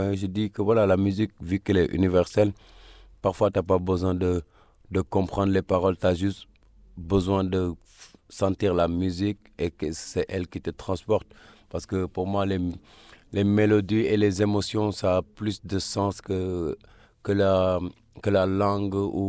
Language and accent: French; Senegal; Exactement. On retrouve les mêmes vibes, les mêmes smiles, même énergie et cette hospitalité-là aussi.